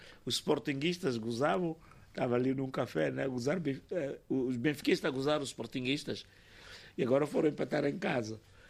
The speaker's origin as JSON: {"language": "Portuguese", "town": "Vilanculos", "region": "Inhambane", "country": "Mozambique", "said": "Está lá na minha terra. Está nossa. Está em Vilanculos a passar férias, né?"}